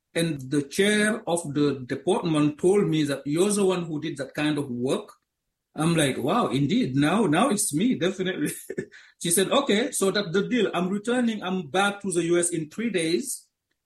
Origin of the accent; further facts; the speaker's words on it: Senegal; I'm originally from Senegal, West Africa. A small country, now about 18 million, inhabitants. So back then I went with almost everyone else, to school. I started out, in my own village.